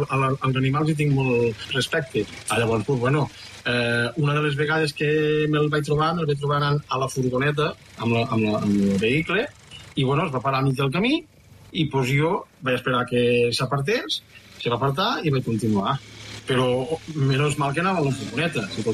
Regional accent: Aitona, Catalonia, Spain

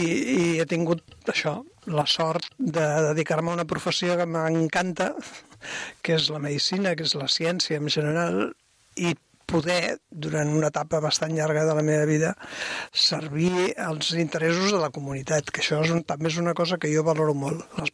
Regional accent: Mollet del Vallès, Catalonia, Spain; per al Mollet, poble que hi ha dintre de la ciutat actual

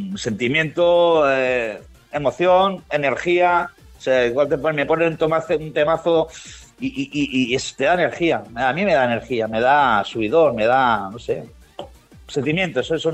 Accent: Sant Sadurní d'Anoia, Catalonia, Spain; yo soy de San Sadurní de Anoia, ¿vale?

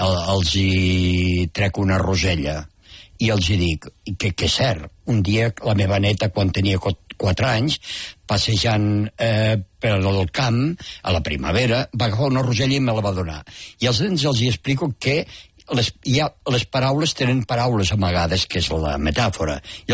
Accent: Peramola, Catalonia, Spain; born there; jo vaig néixer a Peramola.

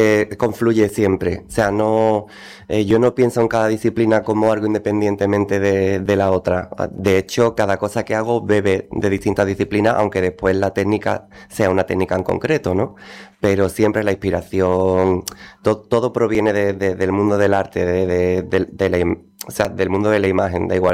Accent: Utrera, Andalusia, Spain; born or raised there

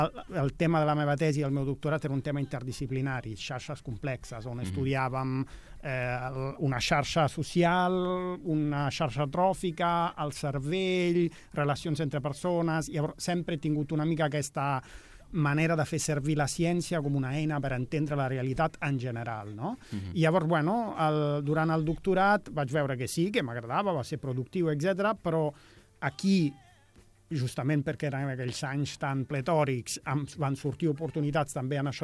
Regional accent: Rome, Lazio, Italy; moved away as an adult; now in Barcelona, Spain; vaig néixer a Roma i m'he format allí, m'he educat allà, m'he llicenciat en física a Roma i vaig venir a fer el doctorat a Barcelona justament l'any 2003

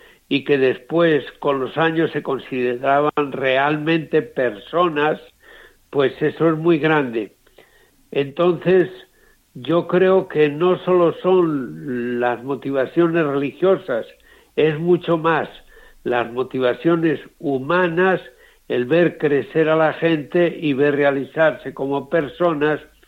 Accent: Castile and León, Spain; moved away; also born or lived in Peru; de mi pueblo natal, de Villeza de las Matas.

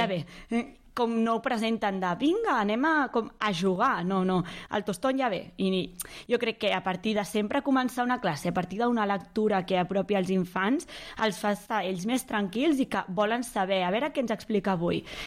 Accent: Caldes, Catalonia, Spain; Jo soc d'aquí Caldes

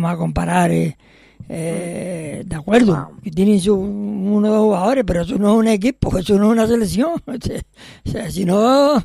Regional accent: Spain; viva España, y soy español

